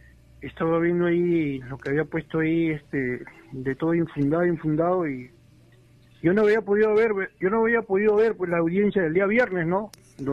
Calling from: Lima, Peru; acá de Lima

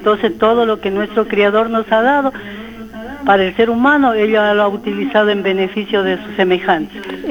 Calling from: Loja, Ecuador; estoy llamando de aquí del barrio Los Faiques.

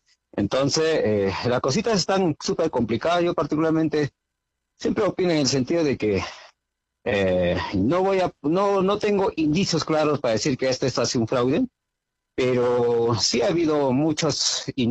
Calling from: Moquegua, Peru; desde Moquegua.

